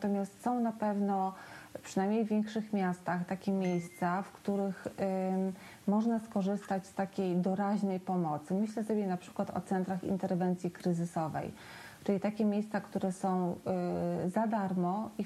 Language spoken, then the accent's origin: Polish; Lublin, Lublin Voivodeship, Poland; w miejscu, gdzie ja mieszkam, jestem z Lublina